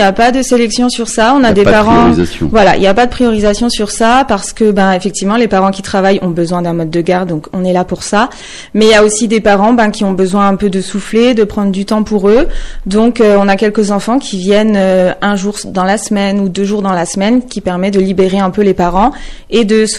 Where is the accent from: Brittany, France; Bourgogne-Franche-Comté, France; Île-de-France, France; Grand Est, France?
Grand Est, France; Mercy-le-Bas; Non, je suis pas originaire de Longuyon. Je suis originaire de Mercy-le-Bam.